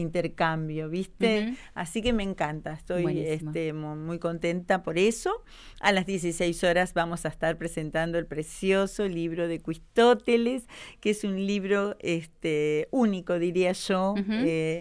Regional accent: Victoria, Entre Ríos, Argentina; born there; also born or lived in Río Gallegos; now in Caleta Olivia, Argentina; Sí, nací en Victoria, Entre Ríos. Ajá. Y hace 26 años que vivo en Santa Cruz, en Caleta, Olivia en particular.

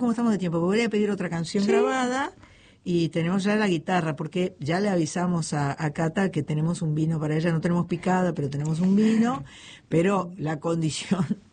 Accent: Argentina; Es que nosotros somos argentinos, pero somos latinoamericanos.

